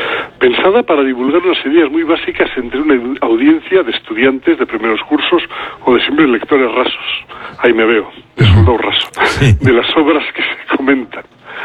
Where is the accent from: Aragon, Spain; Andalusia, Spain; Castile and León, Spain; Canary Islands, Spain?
Aragon, Spain; Zaragoza; born there; Nací en Zaragoza en 1944.